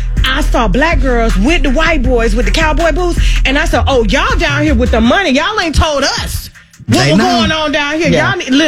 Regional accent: Panama City, Florida, United States; I'm from Panama City

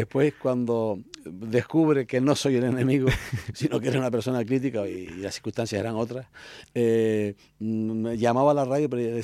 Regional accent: Tenerife, Canary Islands, Spain; como canarios y como tinerfeños, debemos estar muy, muy orgullosos

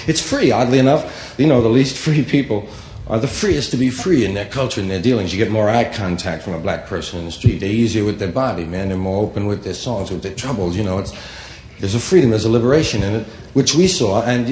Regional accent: New York, United States; side, Harlem. And we'd call our little neighborhood White Harlem, because it sounded bad, you know? Where are you from? White Harlem. Hey. Sound tough, sound down. The real name was Morningside Heights.

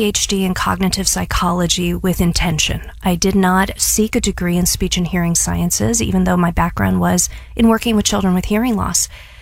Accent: St. Louis, Missouri, United States; I grew up in St. Louis and I went away to college and I found myself back at home over a holiday break.

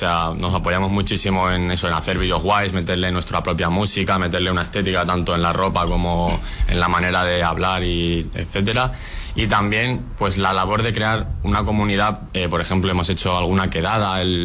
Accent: Lanzarote, Canary Islands, Spain; ya que eso, somos de Lanzarote, y al final si tú te mueves en metro, en bus o lo que sea, ni el transporte depende de ti, ni conoces la ciudad

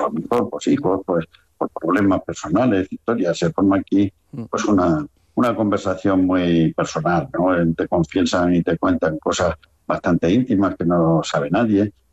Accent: Extremadura, Spain; moved away; Yo me siento extremeño, pero también miguelete, porque... Claro. 34 años tienen que dejarte algo, y más viviendo aquí en este sentido, ¿entiendes?

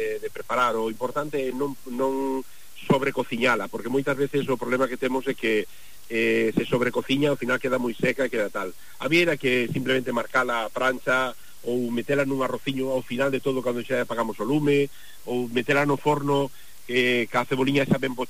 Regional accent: Cambados, Galicia, Spain; Sí, a verdade é que eu sempre digo unha frase, que eu son de Cambados

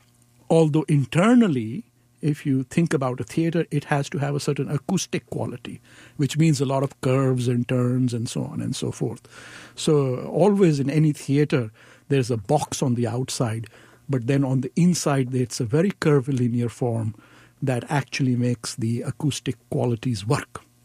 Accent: Chandigarh, India; born there; I'm from Chandigarh

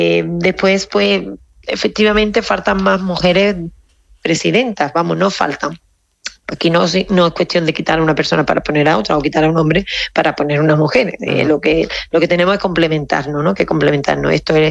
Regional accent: Seville, Andalusia, Spain; now in Carcabuey, Spain; porque yo soy de capital y me vine al mundo rural, soy de Sevilla, me vine aquí a Carcagüey

